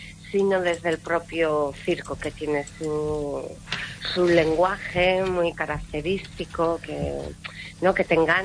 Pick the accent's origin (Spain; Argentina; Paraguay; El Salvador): Spain; Valladolid, Castile and León; moved away; also born or lived in Madrid, Spain / London, United Kingdom; y ahí soy de Valladolid. En Valladolid había una asociación de malabaristas y bueno, me empecé por ahí, tendría 14, 15 años, y luego ya fui a Madrid en el 99 a estudiar.